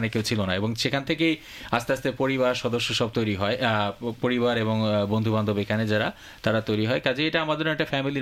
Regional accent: Bangladesh; now in Australia

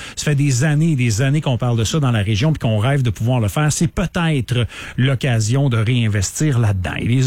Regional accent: Quebec, Canada; chez nous, au Saguenay-Lac-Saint-Jean

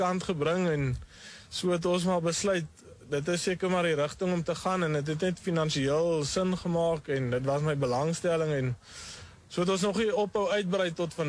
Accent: Eastern Cape, South Africa; ons kom oorspronkelijk uit die Ooskaap uit, so nabij van Starens rivier het my pa was een seibokkar makelaar, en daar het hy gemelk ook, so ek het op een melkplaas groot geraak.

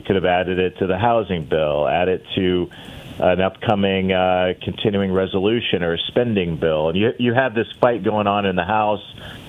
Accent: Columbia City, Indiana, United States; the best hometown in America, in Columbia City, small town, Indiana. So much that makes me proud about my hometown.

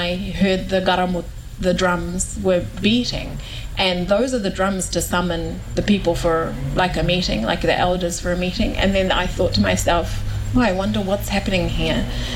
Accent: East New Britain, Papua New Guinea; I'm from East New Britain, and we are matriarchal land passes through women, all traditional land.

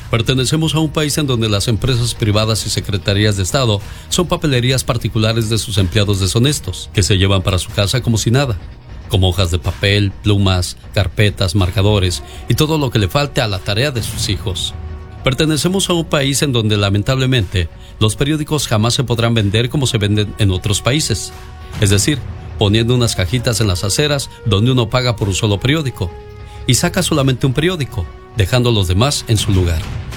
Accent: Mexico; moved away; reflexión para todos nosotros que somos mexicanos y hemos llegado a un país donde queremos seguir llevando nuestros malos hábitos y nuestras viejas costumbres.

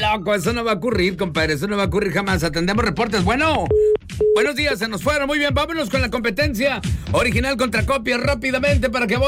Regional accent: Mexico; pues soy mexicano

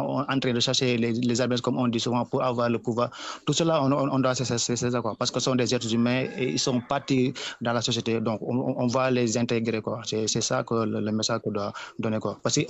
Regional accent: Thiès, Senegal; On va essayer de faire quelque chose ici dans mon quartier, parce que moi je suis de Thiès à Djahaou.

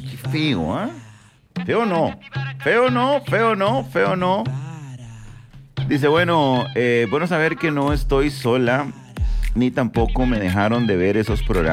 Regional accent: Alajuela, Costa Rica; born there; Nací en Alajuela.

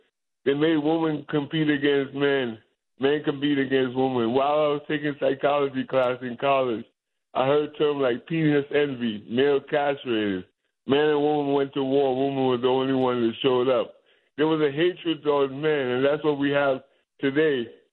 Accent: Trinidad & Tobago; I'm not saying because she's from Trinidad, because I'm from Trinidad.

